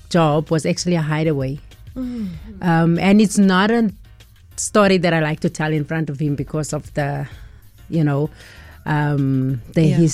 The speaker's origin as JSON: {"language": "English", "region": "Northern Cape", "country": "South Africa", "also_born_or_lived": "Johannesburg / Brakpan", "moved": "as an adult", "said": "I'm from Piankerbendorp. It's a small little town outside of Kimberley. Mm. So they snuck me out of town and I ended up in Johannesburg. Now, I lived in Johannesburg for a few years since 1991 before I moved back home."}